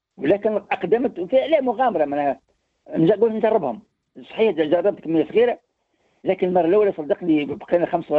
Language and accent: Arabic; Tunisia